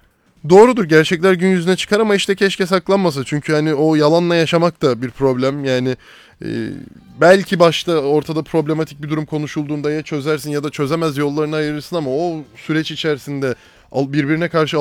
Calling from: Bursa, Turkey; ben Bursa'dan.

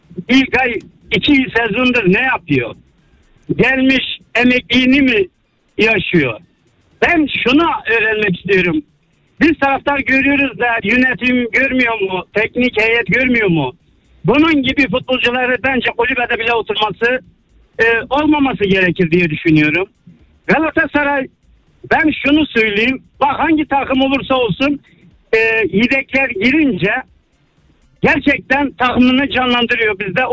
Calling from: Istanbul, Turkey; İstanbul'dan arıyorum.

